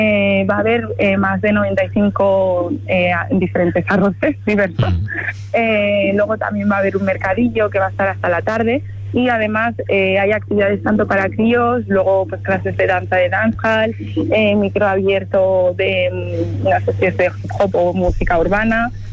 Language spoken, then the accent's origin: Spanish; Pamplona, Navarre, Spain; also born or lived in Colombia; Yo soy de Pamplona, mis orígenes son de Colombia, pero bueno, llevo aquí en Pamplona desde los 3 años.